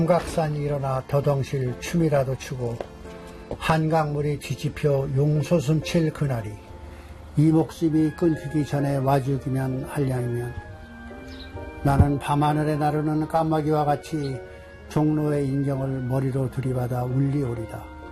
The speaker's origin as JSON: {"language": "Korean", "town": "Dangjin", "region": "South Chungcheong", "country": "South Korea", "tie": "born or raised there", "moved": "yes", "said": "이렇게 고향이 있고 내가 낳은 집이 있어서 1940년에 난 이 집에 다시 돌아와서 여생을 마치게 됐습니다."}